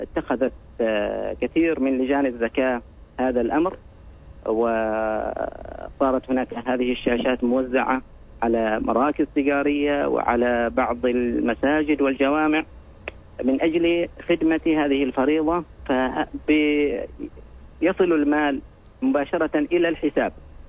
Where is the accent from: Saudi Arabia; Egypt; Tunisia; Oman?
Oman; في بلدنا سلطنة عمان